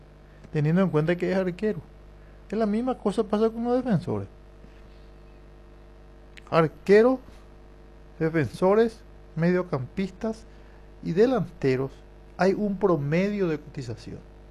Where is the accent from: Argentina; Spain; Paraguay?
Paraguay; Por lo menos representarnos como paraguayo al fútbol europeo